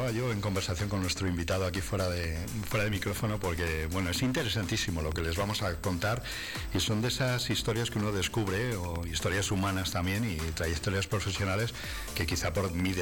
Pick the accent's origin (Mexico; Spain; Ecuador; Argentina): Spain; Community of Madrid; Eres madrileño, eso nos conecta también, somos madrileños segovianos